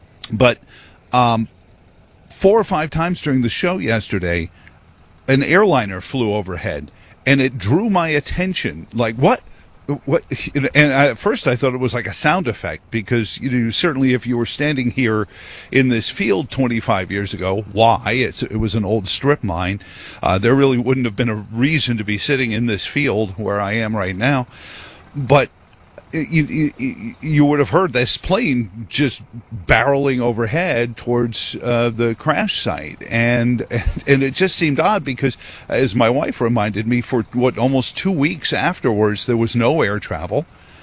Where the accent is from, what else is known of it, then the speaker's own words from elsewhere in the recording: New York, United States; growing up in New York, I have an interesting view of this, and being somewhat of a nerdy kid